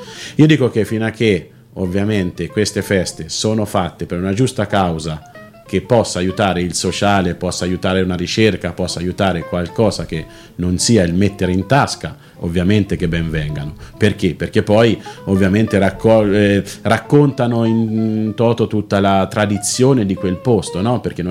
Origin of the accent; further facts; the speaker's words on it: Mercatale, Tuscany, Italy; cucinavo per una festa che facevamo nel mio paese, a Mercatale